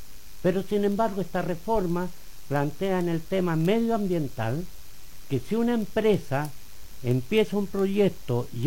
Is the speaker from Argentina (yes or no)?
no; Santiago, Santiago Metropolitan Region, Chile; now in La Unión, Chile; yo tengo bastante contacto con mi comuna de origen. Yo, como muchos saben, soy de Santiago, viví en la comuna de Cerro Navia